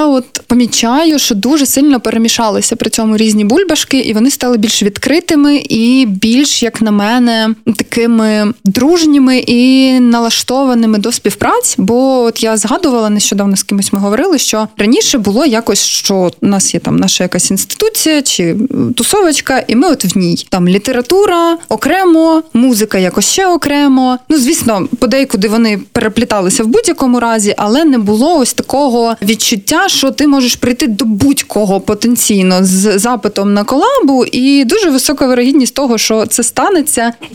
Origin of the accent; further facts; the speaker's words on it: Kharkiv, Kharkiv Oblast, Ukraine; І тут уже люди дивуються, що я з Харкова.